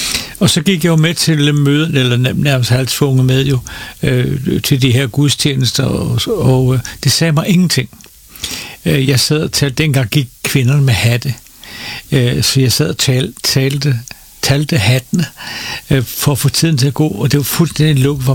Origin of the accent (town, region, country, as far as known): Copenhagen, Capital Region, Denmark; born or raised there